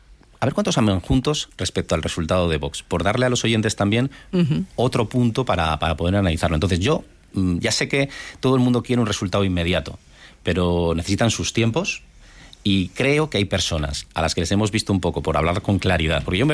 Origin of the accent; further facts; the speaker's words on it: San Sebastián, Basque Country, Spain; soy de Donosti.